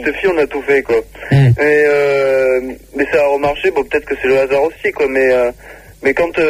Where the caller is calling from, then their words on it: Paris, Île-de-France, France; moi je suis à Paris.